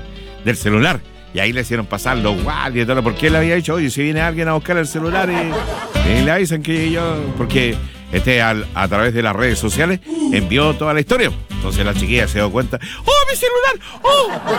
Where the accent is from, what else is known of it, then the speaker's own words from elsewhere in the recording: Chile; uno como chileno